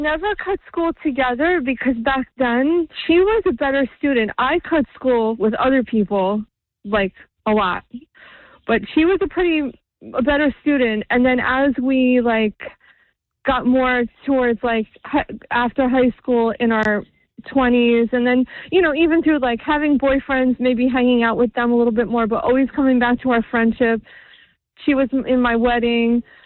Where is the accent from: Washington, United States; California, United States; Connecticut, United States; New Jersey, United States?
New Jersey, United States; Jackson; we grew up in Jackson.